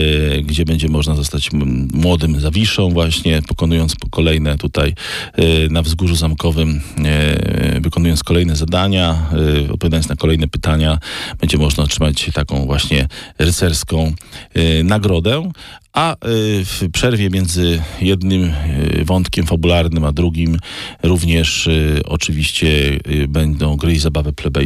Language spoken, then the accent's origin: Polish; Sochaczew, Masovian Voivodeship, Poland; tutaj u nas w Sochaczewie